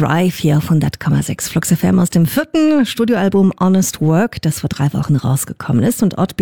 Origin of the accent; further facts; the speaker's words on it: Luxembourg; Ich bin in Luxemburg aufgewachsen und Berlin ist so viel anders.